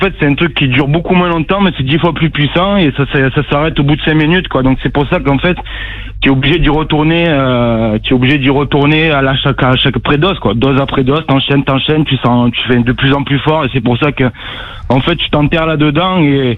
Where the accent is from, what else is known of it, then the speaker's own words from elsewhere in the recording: Provence-Alpes-Côte d'Azur, France; Moi, je suis du Vaucluse, mais en fait, il fallait que je coupe tout, quoi.